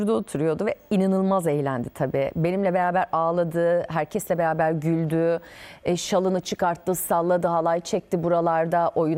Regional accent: Ankara, Turkey; Biz Ankaralıyız. Yani Ankara'da doğdum, büyüdüm.

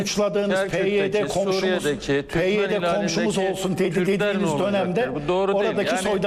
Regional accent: Tokat, Turkey; Benim eşim Kürt, ben Allah Türk'üm, Tokatlıyım, eşim Urfalı.

